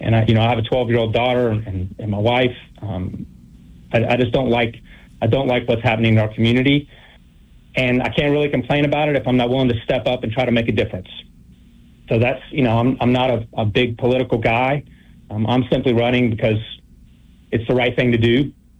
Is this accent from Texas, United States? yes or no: yes; Conroe, Texas, United States; now in Fort Bend County, United States; When I was probably 8 or 9 years old, I grew up in Montgomery County in Conroe, Texas.